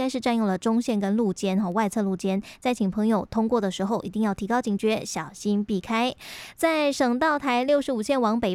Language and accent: Chinese; Taiwan; 我们台湾人